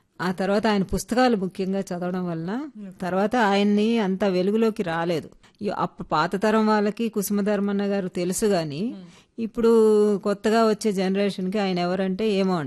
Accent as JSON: {"language": "Telugu", "town": "Hyderabad", "region": "Telangana", "country": "India", "tie": "born or raised there", "said": "నేను పుట్టి పెరిగింది మా నాన్నగారు నెల్లూరు వాస్తవ్యులు, వారు హైదరాబాద్లో సెటిల్ అయ్యారు కాబట్టి నేను ఇక్కడే హైదరాబాద్లోనే పుట్టి పెరిగాను కాబట్టి ఇక్కడే చదువుకున్నాను."}